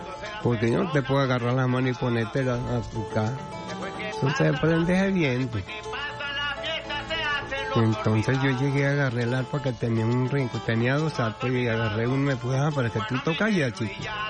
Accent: Miranda, Venezuela; born there; also born or lived in southern Aragua; mi papá por ahí a los 12 años compró para acá, para el estado Miranda, y me trajo a los 12 años. Me crié ahí en Quiripital, en el estado Miranda.

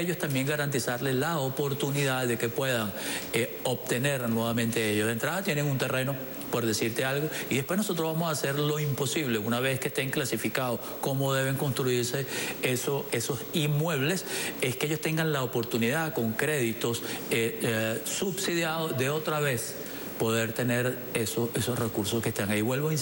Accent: Venezuela; lo grande que somos los venezolanos y el apoyo que nos damos a nosotros mismos

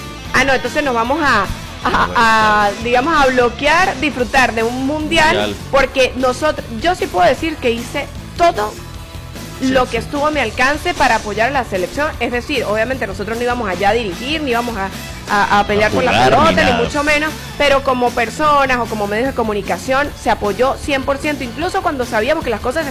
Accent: Táchira, Venezuela; Soy colombo-venezolana, mis abuelos eran colombianos y amo profundamente mi país. Soy venezolana, pero bueno, por parte de mi mamá tengo muchas raíces colombianas y amo profundamente a Colombia.

